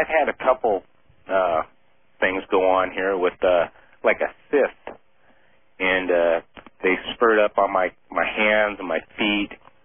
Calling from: Tacoma, Washington, United States; I'm from Tacoma, Washington.

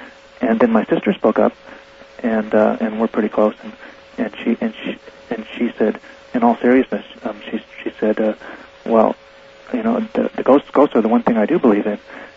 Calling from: San Diego, California, United States; I'm calling from San Diego.

